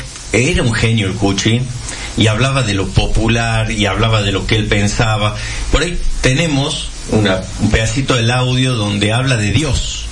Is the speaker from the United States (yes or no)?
no; Argentina